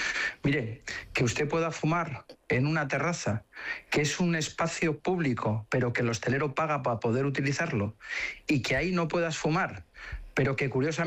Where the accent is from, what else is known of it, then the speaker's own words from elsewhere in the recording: Spain; como buenos españoles que somos